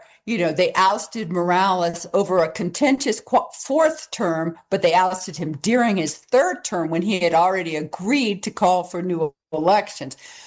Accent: Washington, District of Columbia, United States; I grew up in Washington

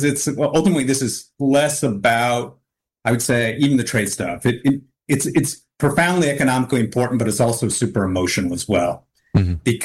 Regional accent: United States; now in Canada; Well, I should say I'm an American, but I'm an adopted Canadian.

